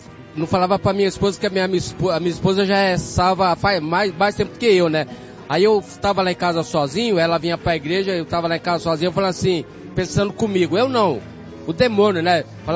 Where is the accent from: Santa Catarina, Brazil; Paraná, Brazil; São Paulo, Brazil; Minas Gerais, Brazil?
São Paulo, Brazil; Sapopemba, Zona Leste.